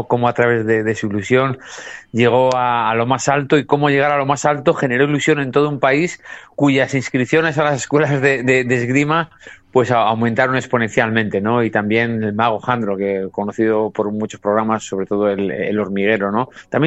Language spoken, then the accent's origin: Spanish; Zamora, Castile and León, Spain; moved away as an adult; yo llevaba mucho tiempo fuera de mi tierra, fuera de Zamora